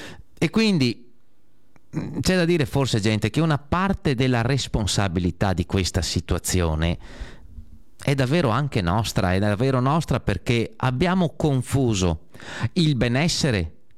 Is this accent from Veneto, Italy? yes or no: yes; Due Carrare, Veneto, Italy; nel mio paese, ecco, finisce martedì, mi sembra, ecco, con i fuochi a Due Carrare